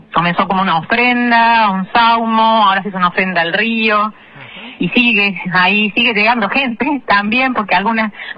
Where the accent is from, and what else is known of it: Argentina